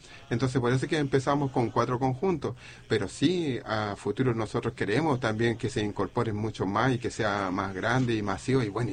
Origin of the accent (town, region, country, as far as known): Chile